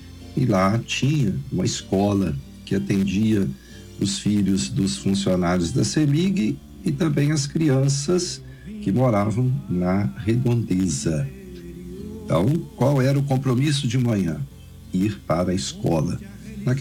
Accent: Piau, Minas Gerais, Brazil; Todos vocês sabem que eu sou de Piau. Piau, a grande cidade de Piau.

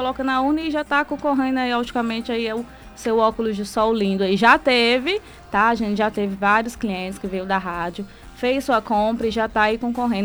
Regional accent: Bahia, Brazil; now in Ituiutaba, Brazil; Mas meu bem, berço mesmo é Bahia, gente.

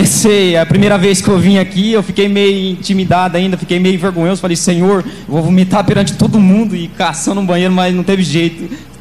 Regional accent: Pitangueira, Brazil; Eu sou de Pitangueira, da cidade de Pitangueira.

